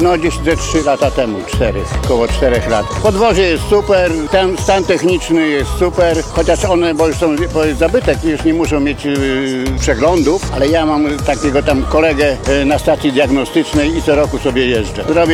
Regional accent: Nidzica, Warmian-Masurian Voivodeship, Poland; Z Nidzicy.

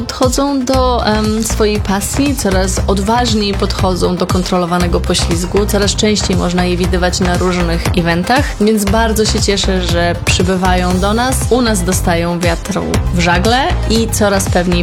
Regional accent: Białystok, Podlaskie Voivodeship, Poland; Ja pochodzę z Białegostoku

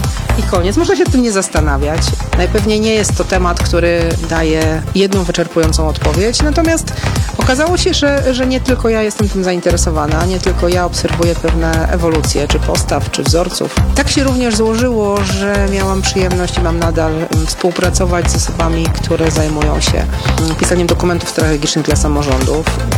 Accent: Szczecin, West Pomeranian Voivodeship, Poland; born there; now in Zabłocie, Poland; I tak się stało, że urodziłam się w Szczecinie, a później tak się stało, że zamieszkałam na Żywiecczyźnie, w Zabłociu, na lewym brzegu rzeki Soły.

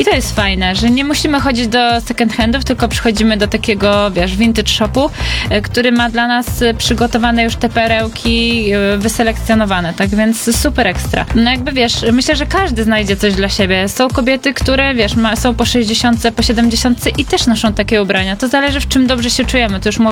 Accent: Olsztyn, Warmian-Masurian Voivodeship, Poland; also born or lived in Warsaw; u nas w Olsztynie

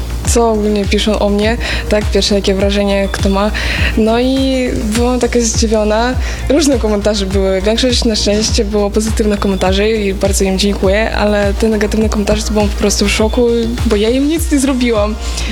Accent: Ukraine; Polish is a second language; now in Poland; że jestem z Ukrainy

